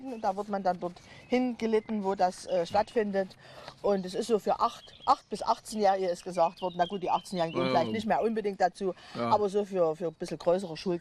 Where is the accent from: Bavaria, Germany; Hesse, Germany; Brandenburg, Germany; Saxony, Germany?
Saxony, Germany; born there; Ja, ja, aber ich bin ja auch Sächsin von Geburt und Gemüt.